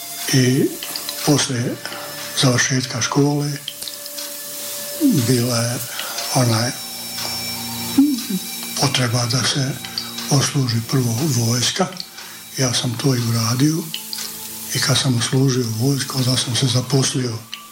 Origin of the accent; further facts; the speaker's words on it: Stjepan Polje, Federation of Bosnia and Herzegovina, Bosnia & Herzegovina; Ja sam iz Stjepan Polja i u nas u Stjepan Polju u ono vrijeme kad sam ja bio dijete bili su učitelji sa Kosova